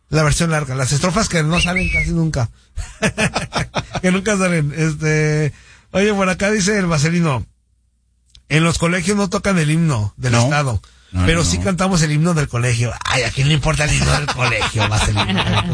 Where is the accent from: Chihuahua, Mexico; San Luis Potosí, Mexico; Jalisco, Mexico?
Jalisco, Mexico; Yo la verdad, soy muy mal jalisciense, güey.